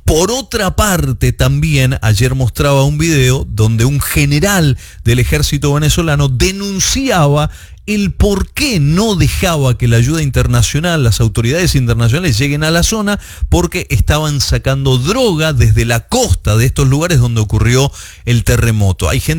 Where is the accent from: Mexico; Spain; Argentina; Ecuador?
Argentina; yo soy argentino